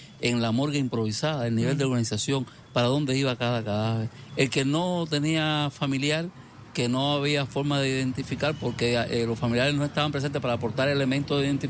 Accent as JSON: {"language": "Spanish", "country": "Cuba", "moved": "as an adult", "said": "Nosotros, cuando salimos de Cuba para acá, veníamos pensando, ¿no?"}